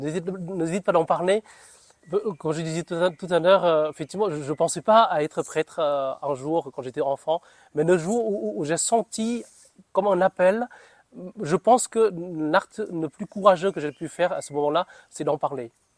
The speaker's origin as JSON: {"language": "French", "region": "Northern Vietnam", "country": "Vietnam", "moved": "as an adult", "lives_now": "France", "said": "je viens du Vietnam, du nord du Vietnam, il y a presque 20 ans."}